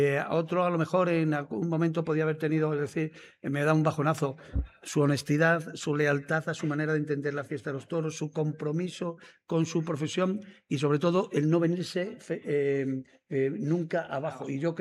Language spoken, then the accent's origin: Spanish; Trujillo, Extremadura, Spain; Es de mi pueblo, de Trujillo.